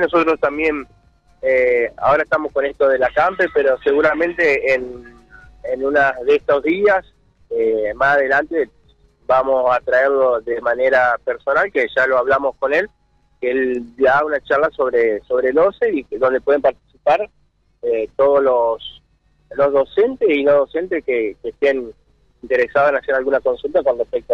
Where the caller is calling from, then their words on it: Villaguay, Entre Ríos, Argentina; Nosotros vinimos hoy 12 de Villaguay.